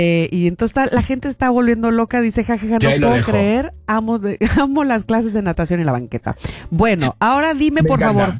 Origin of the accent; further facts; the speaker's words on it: Veracruz, Mexico; Yo soy jarocha y no sé nadar.